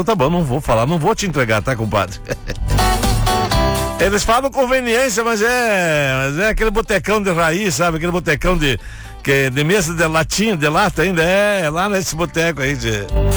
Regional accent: Rio Grande do Sul, Brazil; nós somos gaúcho.

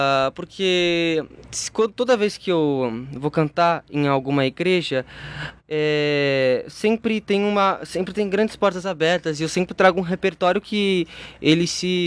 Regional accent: Brazil; O meu sonho é, como brasileiro também, enriquecer cada vez mais a minha voz

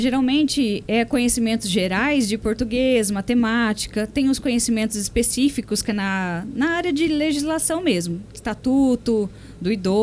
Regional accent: Monte Alto, São Paulo, Brazil; sou de Monte Alto, tenho uma filha aqui, minha vida, toda a minha trajetória foi aqui.

